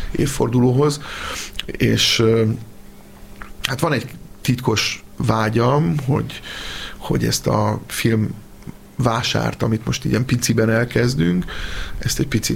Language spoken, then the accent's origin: Hungarian; Eger, Heves, Hungary; én egri vagyok, és én ott jöttem fel.